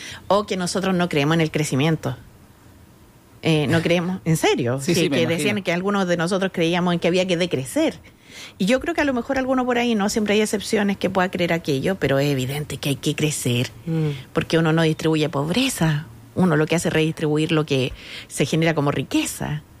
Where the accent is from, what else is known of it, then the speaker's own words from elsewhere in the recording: Chile; ante todo soy chilena.